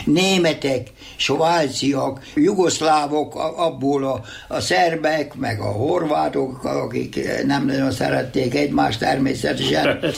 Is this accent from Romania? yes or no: no; Australia; én úgy mondom, hogy mi, mert én ausztrál is vagyok, persze.